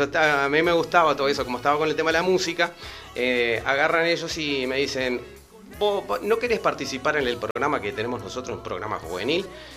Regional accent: Trinidad, Flores, Uruguay; born there; now in Maldonado, Uruguay; no acá en Maldonado, porque yo soy nacido en Flores, en Trinidad, pero ya desde los 7 años.

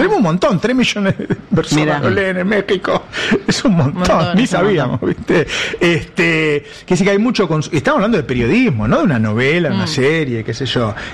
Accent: Buenos Aires, Argentina; now in Italy; en Italia, una moza de un bar me dice: ¿Tú eres de Argentina? Sí, sí. Me dice: ¿Dónde es? De Palermo.

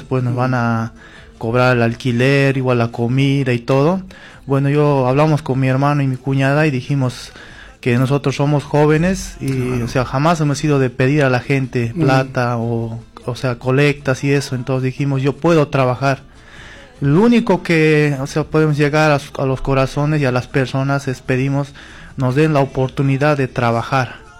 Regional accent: Villazón, Potosí, Bolivia; moved away as an adult; now in Buenos Aires, Argentina; nosotros somos de Villazón. Vinimos acá a la Argentina. Bueno, yo ya vine en varias ocasiones, pero o sea, siempre como me vengo y me voy, me vengo y me voy.

